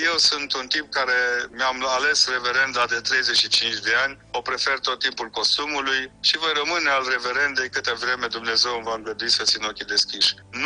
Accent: Brașov, Brașov County, Romania; pentru că eram din Brașov, pentru că eram din Brașovul în noiembrie 1987.

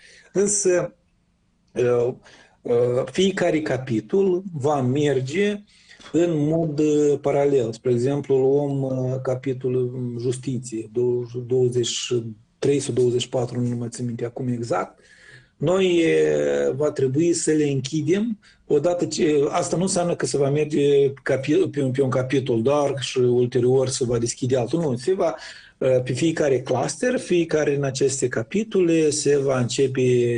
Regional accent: Moldova

